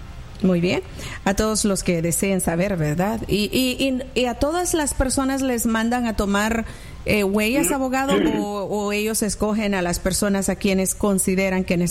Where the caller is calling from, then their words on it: Honduras; Mi pregunta es: yo soy de Honduras y tengo TPS. Hice una salida y regresé.